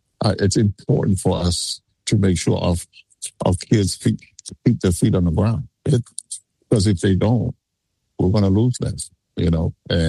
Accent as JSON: {"language": "English", "country": "Samoa", "said": "You know, a lot of people thought I was born in Texas. They don't know I came from Samoa."}